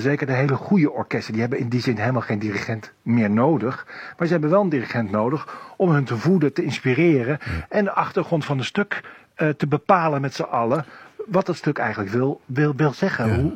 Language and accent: Dutch; Italy; Dutch is a second language; toen ik dat was op dat festival 2 jaar geleden bij ons in Italië besprak